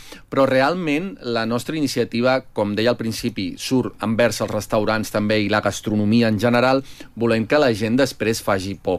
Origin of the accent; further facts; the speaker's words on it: Barcelona, Catalonia, Spain; ho vaig comprovar perquè com jo sóc de Barcelona